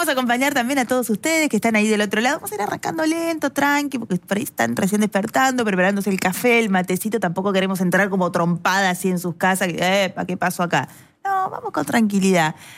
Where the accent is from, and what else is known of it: La Dulce, Buenos Aires Province, Argentina; born there; moved away